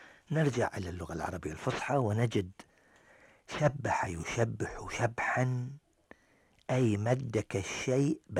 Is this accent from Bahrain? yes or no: yes; Bahrain; accent: Bahraini